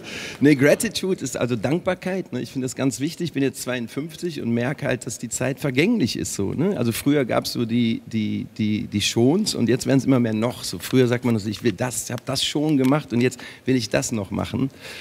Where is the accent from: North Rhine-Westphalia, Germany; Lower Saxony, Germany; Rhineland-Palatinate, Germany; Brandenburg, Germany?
North Rhine-Westphalia, Germany; Cologne; ich bin eine Kölsche Jung.